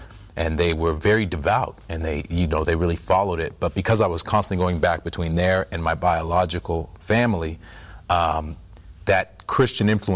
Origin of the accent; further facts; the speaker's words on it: Canada; He was an All-Canadian. I'm originally from Canada.